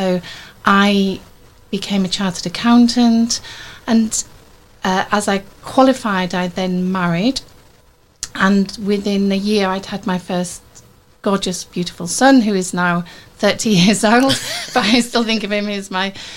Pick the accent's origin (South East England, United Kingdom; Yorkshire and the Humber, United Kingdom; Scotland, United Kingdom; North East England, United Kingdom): Yorkshire and the Humber, United Kingdom; York; moved away as an adult; also born or lived in Lancaster; But my hometown is York. I was born in York, went to school in York, went to the Bar Grammar School, so from a Catholic family, taught by nuns.